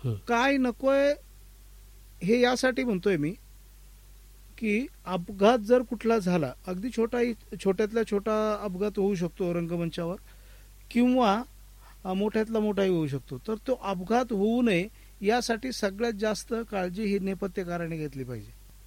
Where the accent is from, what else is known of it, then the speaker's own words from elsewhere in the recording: Vadzire, Maharashtra, India; also born or lived in Mumbai; now in Ahmednagar, India; मी मूळचा पारनेर तालुक्यातला वडझिरे गावचा, माझ्या शेजारचं गाव देवी बैरे